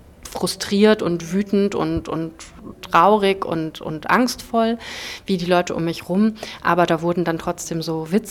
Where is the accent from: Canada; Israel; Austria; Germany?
Germany; Potsdam, Brandenburg; ich komme aus Potsdam.